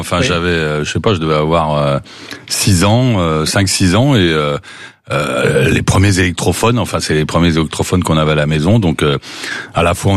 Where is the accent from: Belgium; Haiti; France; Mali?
Mali; born there; Je suis né au Mali